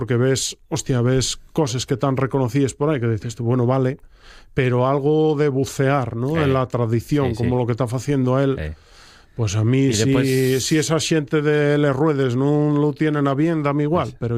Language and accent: Spanish; Oviedo, Asturias, Spain; moved away as an adult; Yo nací en Oviedo y críame en Oviedo y pasé toda la vida en Oviedo hasta los 27 o 28.